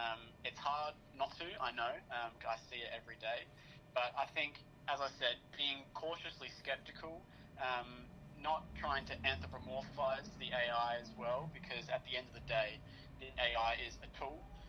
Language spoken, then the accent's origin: English; Australia; I'm Australian